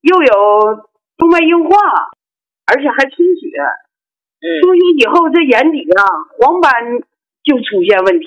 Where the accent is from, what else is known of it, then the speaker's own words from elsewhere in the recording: Shandong, China; 我家是山东的，我今年吧78岁了